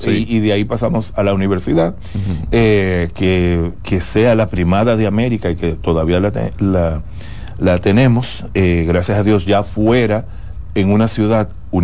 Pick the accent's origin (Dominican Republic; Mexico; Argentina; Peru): Dominican Republic; Nosotros como dominicanos deberíamos tener conocimiento absoluto